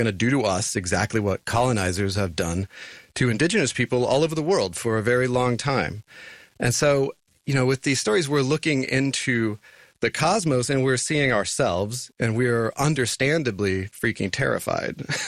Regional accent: Tulsa, Oklahoma, United States; Yeah, so I grew up in Tulsa, Oklahoma, in the Cherokee Reservation.

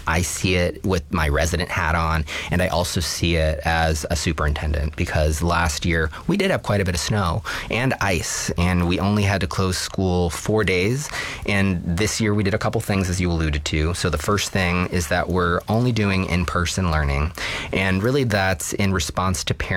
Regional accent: Texas, United States; moved away as an adult; now in Anchorage, United States; I'm from Texas

